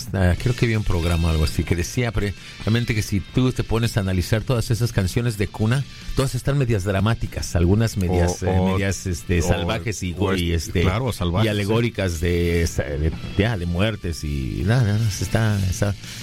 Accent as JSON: {"language": "Spanish", "region": "San José de Ocoa", "country": "Dominican Republic"}